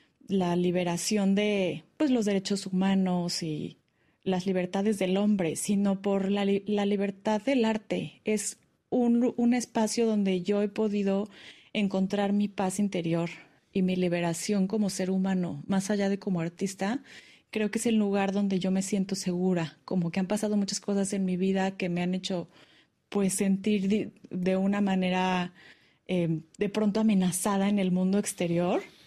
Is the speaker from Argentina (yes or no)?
no; Mexico; now in Paris, France; Yo como mexicana, la verdad, sí me alzo el cuello